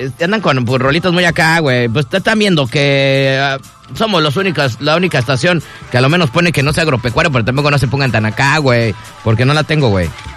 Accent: Mexico City, Mexico; soy chilango

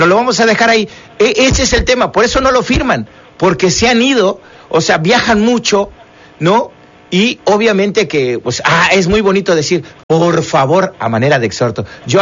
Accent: Mexico City, Mexico; tal vez esté un poco más del centro de la República Capitalino, de donde yo provengo

